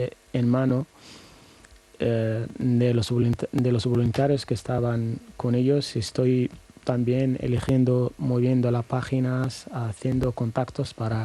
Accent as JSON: {"language": "Spanish", "country": "Western Sahara", "second_language": "Spanish", "said": "es mi responsabilidad como saharaui y como personas también que ha estudiado y querías que cambiara algo en su país, en los campamentos donde viví miles de personas refugiados"}